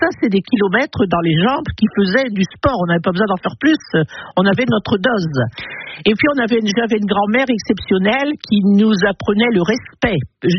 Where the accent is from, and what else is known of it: Catenières, Hauts-de-France, France; born or raised there; also born or lived in Denain